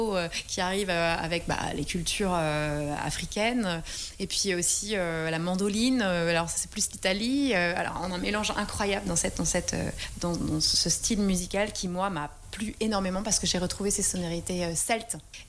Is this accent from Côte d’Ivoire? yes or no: no; Brittany, France; moved away as an adult; also born or lived in Paris; ma culture bretonne m'a toujours accompagnée, mais à l'époque j'étais toute jeune, hein, j'avais 19 ans